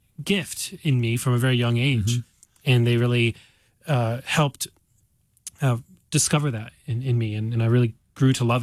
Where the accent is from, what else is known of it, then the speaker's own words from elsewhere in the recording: United States; also born or lived in Romania; I was adopted at the age of two by a loving family here in the States, and grew up in a very loving home.